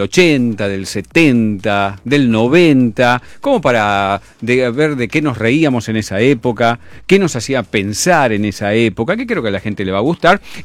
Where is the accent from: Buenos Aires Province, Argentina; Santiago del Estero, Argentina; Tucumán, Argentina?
Buenos Aires Province, Argentina; Berazategui; born there; Yo cuando era pibe nos juntábamos o en Ducil, o en Berazategui, o en la estación de tren del Roca.